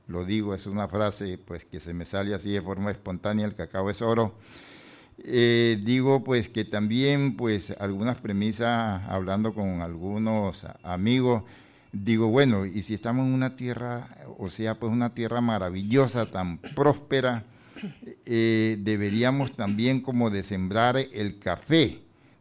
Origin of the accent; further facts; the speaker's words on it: Arauca, Colombia; moved away; yo soy del campo, yo soy un campesino que me crié, carajo, a pata descalzo, así como hablamos en las sabanas de Arauca, conociendo todas las actividades del campo, digamos, que se dan allá en el llano, como buen llanero.